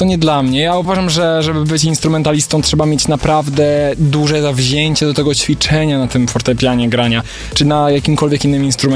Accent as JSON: {"language": "Polish", "town": "Warsaw", "region": "Masovian Voivodeship", "country": "Poland", "tie": "born or raised there", "said": "Uwielbiam Żoliborz, a dorastałem na Bielanach w większej ilości czasu, także te Bielany tak bardzo mocno w moim serduszku są."}